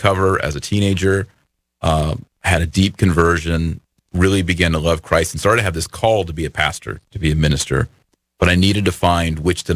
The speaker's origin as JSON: {"language": "English", "town": "Fort Worth", "region": "Texas", "country": "United States", "tie": "born or raised there", "said": "Born and raised in Fort Worth, Texas."}